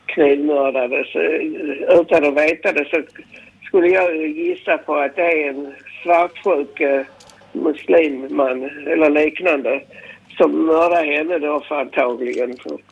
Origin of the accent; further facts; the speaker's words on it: Skåne, Sweden; accent: Scanian; Nej, vi är svenskar. Men med skånsk dialekt.